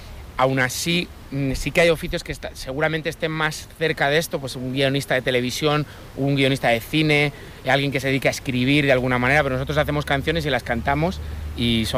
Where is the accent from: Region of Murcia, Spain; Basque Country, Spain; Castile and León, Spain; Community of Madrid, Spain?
Castile and León, Spain; Valladolid; sentimos que la gente ya está como muy cansada y que nos llama pesados porque continuamente decimos que somos de Valladolid.